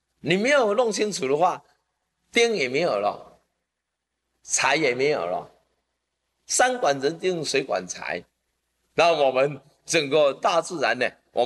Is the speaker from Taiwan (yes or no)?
yes; Taiwan; 我们台湾人不认识。